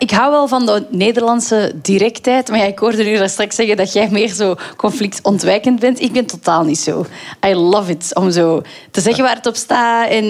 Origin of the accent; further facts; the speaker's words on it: Flanders, Belgium; accent: Antwerp; Ik had geen Nederlands accent, maar ik merkte wel dat ik properder sprak. Allee, mooier algemeen Nederlands dan. Allee, je kunt daar niet in het Antwerps beginnen.